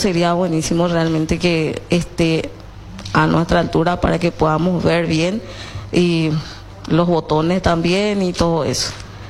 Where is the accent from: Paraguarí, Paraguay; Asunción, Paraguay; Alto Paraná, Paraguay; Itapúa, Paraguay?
Alto Paraná, Paraguay; Hernandarias; Muy buenos días … vengo de la ciudad de Hernandarias, Alto Paraná.